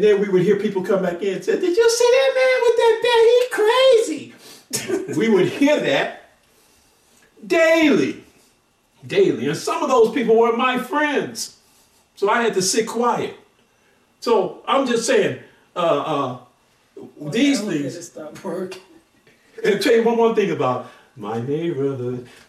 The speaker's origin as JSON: {"language": "English", "town": "Chicago", "region": "Illinois", "country": "United States", "tie": "born or raised there", "said": "But I was born and raised in Chicago, on Chicago's South Side, okay? South Side of Chicago, and I lived in a place called Stateway Gardens."}